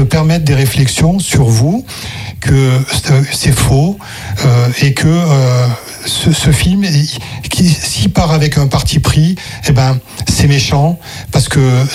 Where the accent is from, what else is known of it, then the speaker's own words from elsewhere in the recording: Cannes, Provence-Alpes-Côte d'Azur, France; j'adore voir des films, et depuis très longtemps, j'ai grandi à Cannes, je suis accrédité au festival